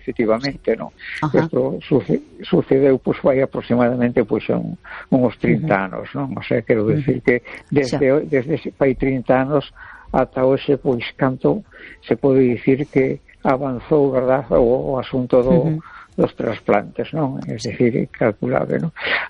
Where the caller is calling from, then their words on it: A Coruña, Galicia, Spain; de La Coruña.